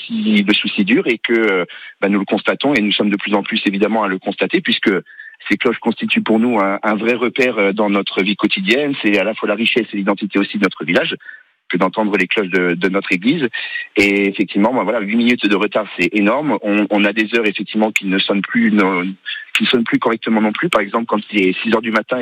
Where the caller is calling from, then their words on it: Venaco, Corsica, France; Moi, je vous appelle de Venaco